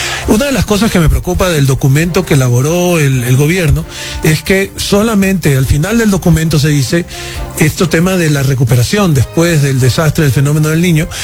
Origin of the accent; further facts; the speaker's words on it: Ecuador; la factura la vamos a pagar todos los ecuatorianos